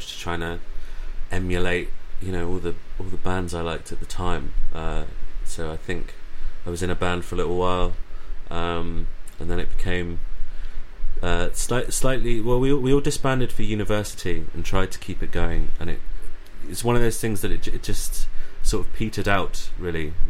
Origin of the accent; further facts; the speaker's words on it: Southampton, South East England, United Kingdom; now in Brighton, United Kingdom; I'm from Brighton, originally from Southampton.